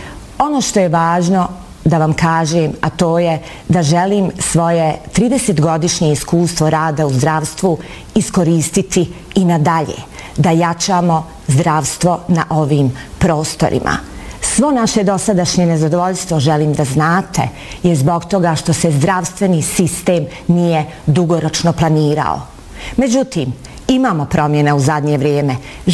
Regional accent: Sarajevo, Federation of Bosnia and Herzegovina, Bosnia & Herzegovina; born there; now in Vogošća, Bosnia and Herzegovina; Rođena sam u Sarajevu, ali već 30 godina radim i živim ovdje u Vogošći.

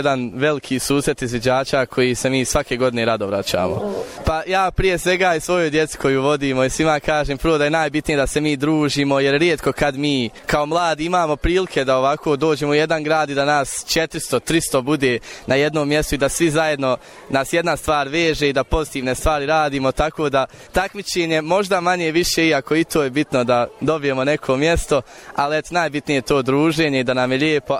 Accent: Zenica, Federation of Bosnia and Herzegovina, Bosnia & Herzegovina; Ja dolazim iz Zenice.

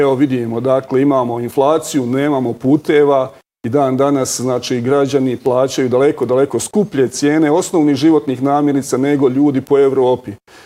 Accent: Trebinje, Republika Srpska, Bosnia & Herzegovina; Evo, ja dolazim iz Trebinja i znam da su vremenom iz Dubrovnika ljudi dolazili svakodnevno i kupovali osnovne životne namirnice.

